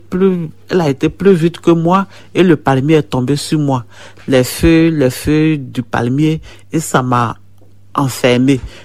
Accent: Côte d’Ivoire; moved away; Je viens de la Côte d'Ivoire. J'ai 39 ans.

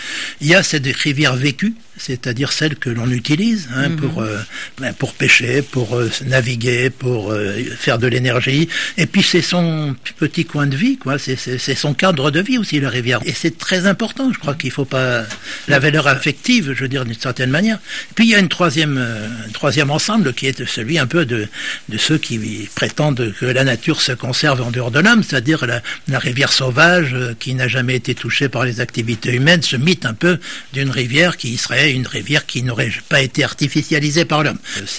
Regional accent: France; chez nous, en Europe, en France

